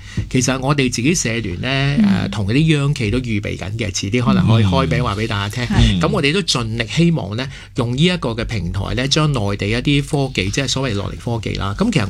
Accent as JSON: {"language": "Cantonese", "country": "Hong Kong", "said": "我哋港人北上咁劲"}